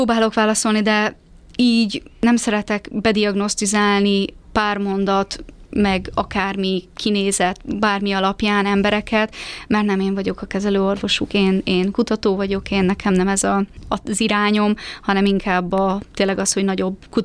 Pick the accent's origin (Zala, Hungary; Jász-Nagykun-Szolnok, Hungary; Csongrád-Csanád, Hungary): Csongrád-Csanád, Hungary; Szeged; now in Budapest, Hungary; én amúgy alapból szegedi vagyok, de ugye most már Budapesten élek.